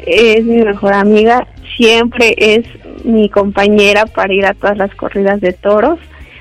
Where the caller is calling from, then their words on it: Apizaco, Tlaxcala, Mexico; Los escucho de Apizaco, de Santa Anita, Huilabas.